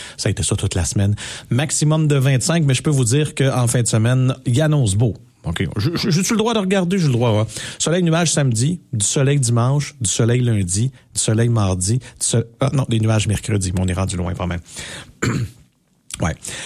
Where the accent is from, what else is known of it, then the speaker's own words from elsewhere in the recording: Saint-Ignace-de-Loyola, Quebec, Canada; Mon patelin, j'ai grandi là. Saint-Ignace de Loyola.